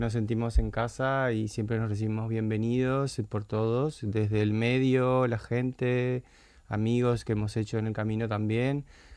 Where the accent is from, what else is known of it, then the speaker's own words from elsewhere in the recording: Uruguay; Trabajo en moda en Uruguay, en mi país. Logré tener una carrera productiva y continua, participando de eventos, Fashion Weeks, televisión, cine, todo lo que quieras. Lo hice en Uruguay.